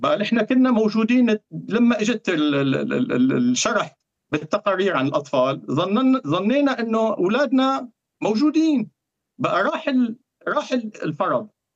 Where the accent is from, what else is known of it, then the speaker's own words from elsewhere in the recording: Syria; أنا هيك عن أفترض كسوري